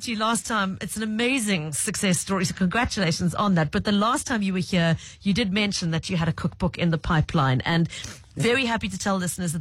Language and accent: English; Durban, KwaZulu-Natal, South Africa; I'm from Durban.